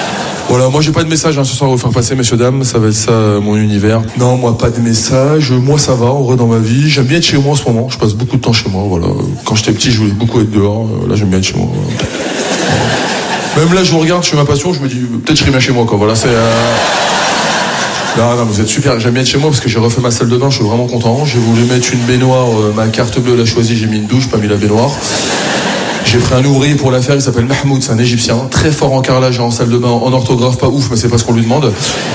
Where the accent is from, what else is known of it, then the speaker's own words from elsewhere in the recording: France; Non, je suis fier de mes origines et je suis fier d'être français, moi aussi. Je suis un bon français, je suis fier d'être français